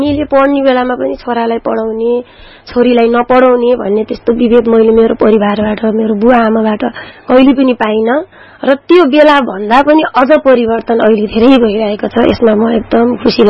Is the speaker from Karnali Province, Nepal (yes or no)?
no; Lumbini Province, Nepal; मेरो माइती प्युठान जिल्लामा पर्छ, रन्दी अहिलेको मान्डवी गाउँपालिका 5 तिग्रामा पर्छ, र मेरो बाल्यकाल भनौँ भने मेरो 7 कक्षासम्म पढ्दा त मेरो एकदम राम्रो नै भयो